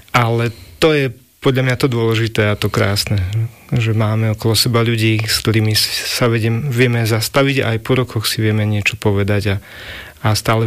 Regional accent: Chynorany, Trenčín Region, Slovakia; moved away; Chynorany sú stále pre mňa veľmi dôležité. Mám pocit, že na mňa mali veľký vplyv pozitívny, keď som vyrastal.

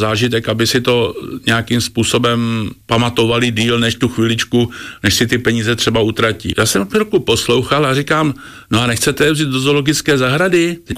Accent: Moravia, Czechia; Ja mám na Slovensku stejne přátel ako u nás na Moravě nebo v Čechách, takže ja toto absolútne nevnímam.

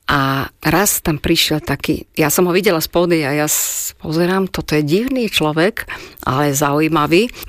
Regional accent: Stropkov, Prešov Region, Slovakia; Na Strojníckej škole v Prešove vytvorili odevnú školu. Tam som začala, zo Stropkova som sa tam presťahovala na internát a tam som študovala.

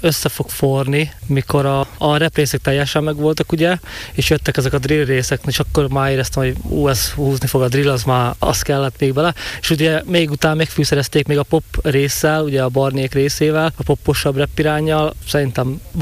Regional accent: Komárno, Nitra Region, Slovakia; Én komárnói

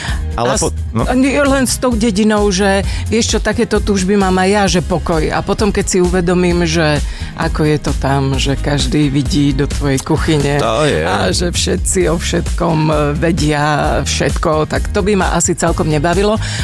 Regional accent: Sečovce, Košice Region, Slovakia; born there; v Sečovciach, v mojom rodisku

